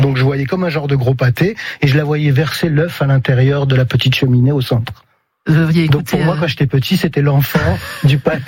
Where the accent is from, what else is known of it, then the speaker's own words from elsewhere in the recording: Nice, Provence-Alpes-Côte d'Azur, France; born there; à l'âge de 9 ans en arrivant à Nice